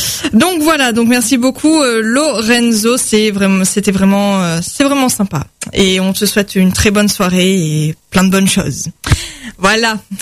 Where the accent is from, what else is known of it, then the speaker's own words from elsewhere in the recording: Réunion; on est venu à dire qu'on vient de La Réunion